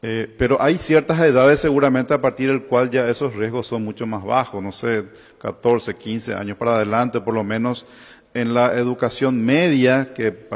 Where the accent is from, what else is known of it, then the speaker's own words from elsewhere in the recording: Paraguay; now in Asunción, Paraguay; mi pueblo allá en Buyapeí